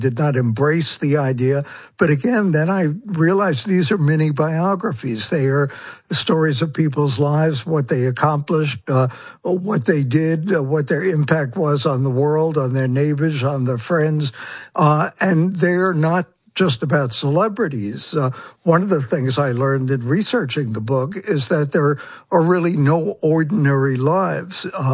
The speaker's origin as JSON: {"language": "English", "town": "Brooklyn", "region": "New York", "country": "United States", "tie": "born or raised there"}